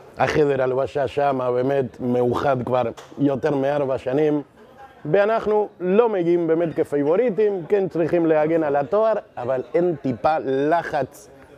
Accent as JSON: {"language": "Hebrew", "country": "Argentina", "tie": "born or raised there", "moved": "yes", "lives_now": "Israel", "said": "אני גדלתי בארגנטינה."}